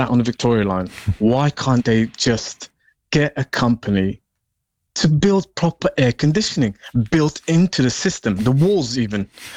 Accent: London, United Kingdom; I'm a Londoner. Like, the Underground is one of the things I always complain about to my mates.

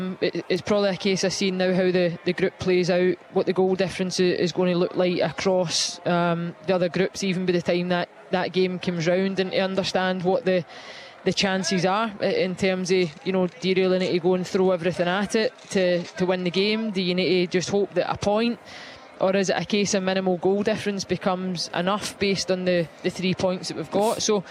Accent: Scotland, United Kingdom

